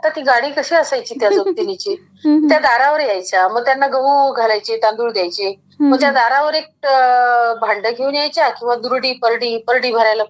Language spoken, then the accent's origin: Marathi; Mudkhed, Maharashtra, India; माझं बालपण सगळं मुदखेड मध्ये गेलं। नांदेड जिल्ह्यामध्ये मुदखेड गाव आहे आणि मुदखेडचाच माझा जन्म। तसे ऍक्च्युली आम्ही आंध्र प्रदेश जो आहे बासर सरस्वतीच तिथले आहोत आम्ही।